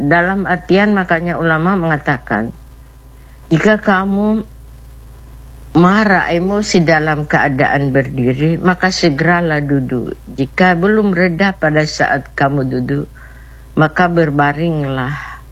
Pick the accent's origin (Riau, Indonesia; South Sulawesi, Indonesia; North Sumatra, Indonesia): South Sulawesi, Indonesia; dan ini kan sejalan dengan falsafah kita ya sebagai orang Bugis